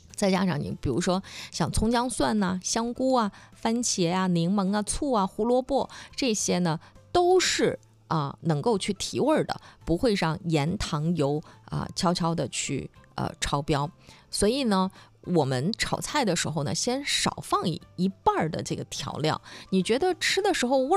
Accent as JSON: {"language": "Chinese", "town": "Dalian", "region": "Liaoning", "country": "China", "said": "你像我们大连都比较我们大连人都很喜欢吃那个黄桃罐头哈，"}